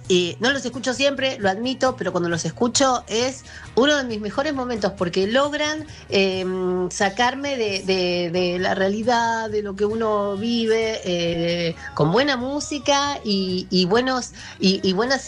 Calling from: Ituzaingó, Buenos Aires Province, Argentina; de Ituzaingó

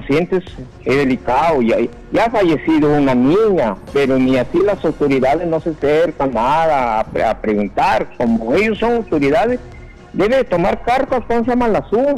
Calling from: Santana, Piura, Peru; acá en el pueblo de Santana está fuerte el dengue.

